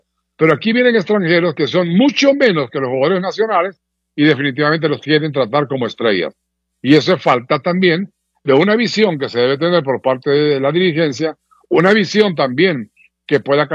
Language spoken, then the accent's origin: Spanish; Honduras